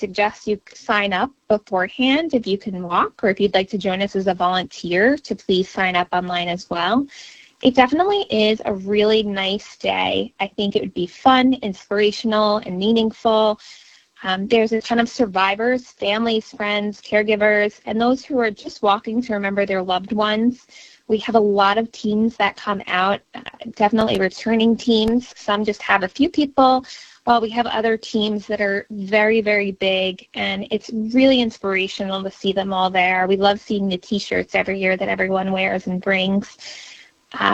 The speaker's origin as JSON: {"language": "English", "region": "New York", "country": "United States", "said": "I'm from Long Island, and I'm a wife and a mom of three girls"}